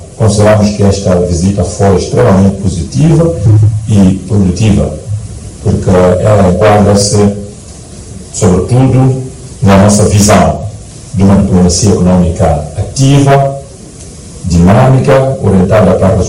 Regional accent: Mozambique

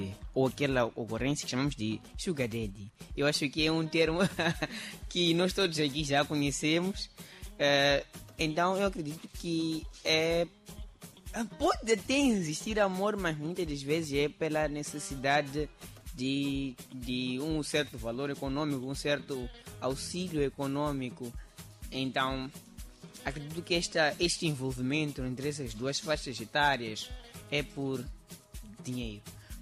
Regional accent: Mozambique; Nós somos moçambicanos.

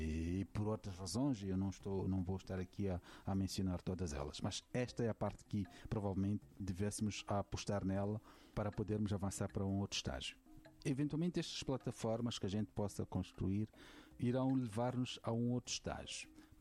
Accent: Beira, Sofala, Mozambique; now in Portugal; Eu ligo-me a Moçambique falando da Beira, de onde saí em 99. Quando me perguntam de onde é que tu és, é o primeiro lugar onde eu digo, eu sou beirense. Porque tenho uma identidade própria. Esta minha forma de estar e ser é muito beirense.

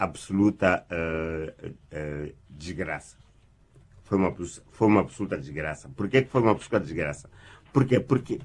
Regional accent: Jangamo, Inhambane, Mozambique; ele é um grande agricultor agora em Jangamo, minha terra.

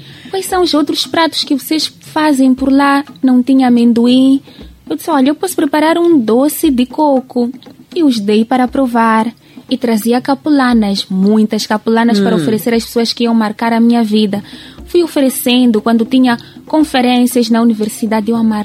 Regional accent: Mozambique; moved away as an adult; also born or lived in Chile; Quando saí de Moçambique

